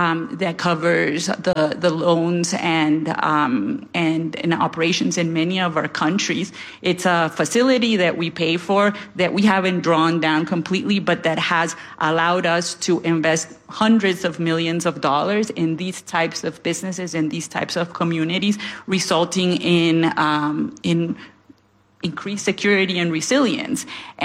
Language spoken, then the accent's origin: English; Honduras; my home country of Honduras